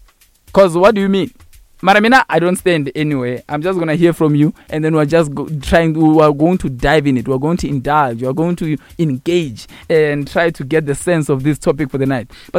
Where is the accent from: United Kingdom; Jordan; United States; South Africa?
South Africa; what a time to be a South African, man. What a time to be a citizen here in Mzansi.